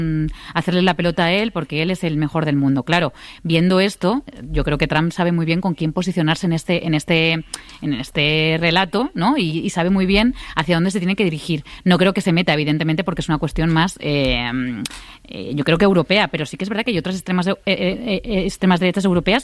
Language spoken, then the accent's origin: Spanish; Castellón, Valencian Community, Spain; Yo soy de Castellón y además acabamos de sufrir un terrible incendio en la Sierra de Espadá